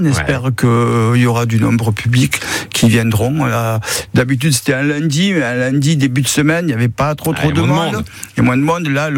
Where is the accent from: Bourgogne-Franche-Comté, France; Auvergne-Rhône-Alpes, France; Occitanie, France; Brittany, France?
Occitanie, France; on est originaire du Pyrénées orientales.